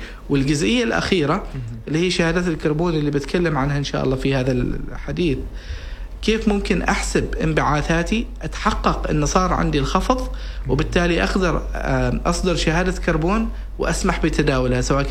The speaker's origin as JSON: {"language": "Arabic", "country": "Oman"}